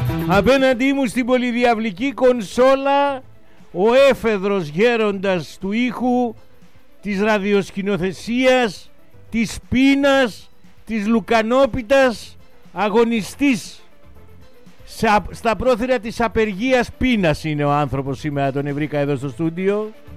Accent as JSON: {"language": "Greek", "town": "Nafpaktos", "region": "West Greece", "country": "Greece", "tie": "born there", "moved": "yes", "lives_now": "Patras, Greece", "said": "στην Αύπακτο, το επαναλαμβάνω, στη γενέτηρά μου, την αρχόντισσα του Κορινθιακού, την πανέμορφη"}